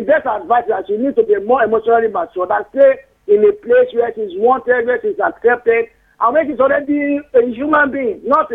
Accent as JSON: {"language": "English", "region": "Yorubaland", "country": "Nigeria", "accent": "Yoruba", "said": "by my name, and you know, by my accent, you know I'm Yoruba."}